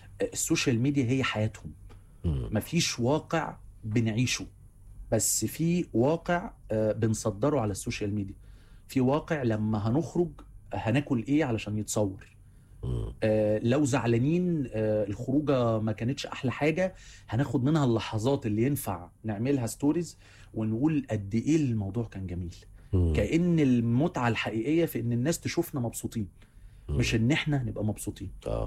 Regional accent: Egypt

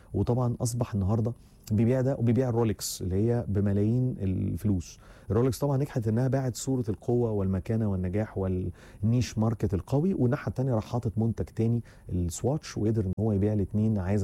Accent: Egypt; مواعيدنا كمصريين

